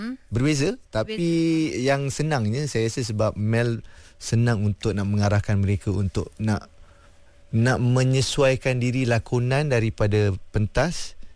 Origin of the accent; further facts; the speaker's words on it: Johor, Malaysia; Saya orang Johor.